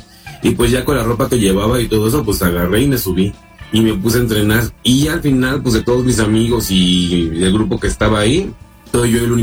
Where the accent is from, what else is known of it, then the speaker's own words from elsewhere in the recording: Xico, Veracruz, Mexico; now in Mexico City, Mexico; soy de Jico, Veracruz. La verdad, pues estoy viviendo en Ciudad de México y me gusta mucho la Ciudad de México y extraño mucho mi pueblo